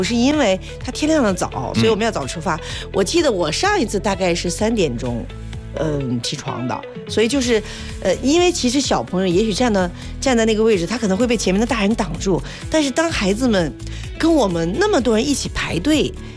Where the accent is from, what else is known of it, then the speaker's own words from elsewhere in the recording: Beijing, China; moved away; 我是北京人，我从来没有经历过那么热的夏天。